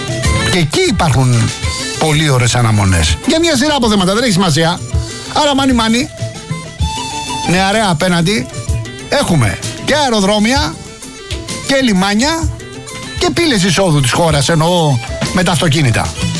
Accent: Rafina, Attica, Greece; Την περασμένη Παρασκευή λέγαμε για τη Ραφίνα, τη πατρίδα μου.

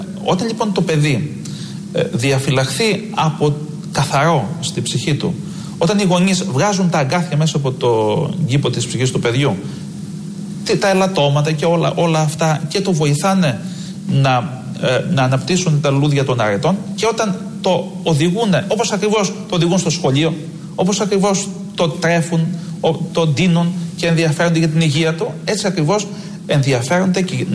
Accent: Greece

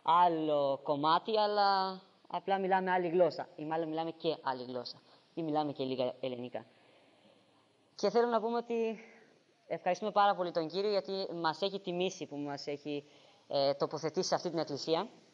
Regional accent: Albania; Greek is a second language; now in Corinth, Greece; Είμαστε έτσι παιδιά από Αλβανία.

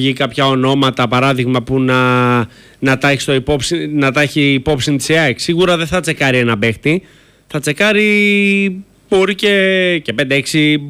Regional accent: Greece; είμαστε ως Έλληνες πολύ κοντά με τους Σέρβους, σαν λαός.

